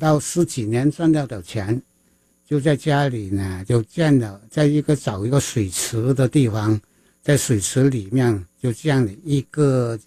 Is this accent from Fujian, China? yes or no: no; Guangdong, China; accent: Teochew; 我们潮州话就是叫日里库